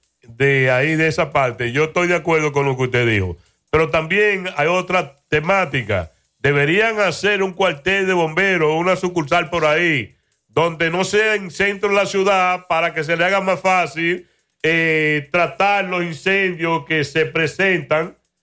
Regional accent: Dominican Republic

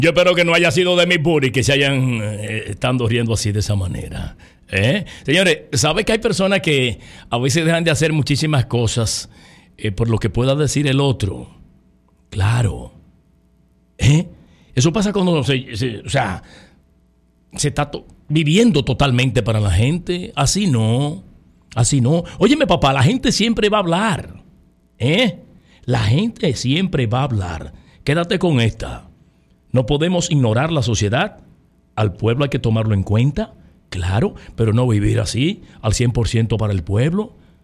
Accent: Salcedo, Hermanas Mirabal, Dominican Republic; desde mi tierra, justamente en el municipio cabecera de la provincia Hermanas Mirabal.

